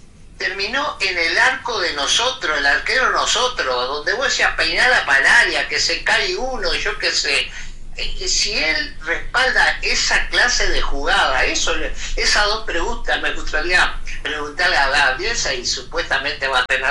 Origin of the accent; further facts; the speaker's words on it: Uruguay; como uruguayo, como hincha